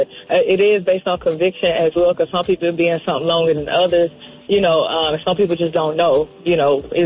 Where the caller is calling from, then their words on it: Atlanta, Georgia, United States; I'm calling from Atlanta, Georgia.